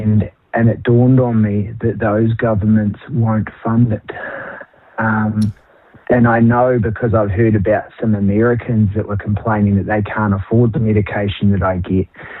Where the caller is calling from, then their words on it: New Zealand; because I'm a Kiwi and I live in New Zealand.